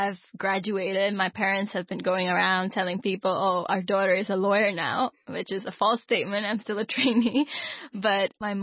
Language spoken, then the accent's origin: English; Pakistan; You know, they think you're a Pakistani, I'm a Pakistani.